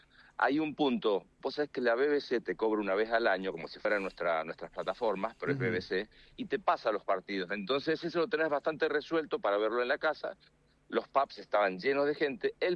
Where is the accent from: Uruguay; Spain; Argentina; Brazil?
Argentina; Mirá, yo soy argentino, tengo camiseta, venir acá.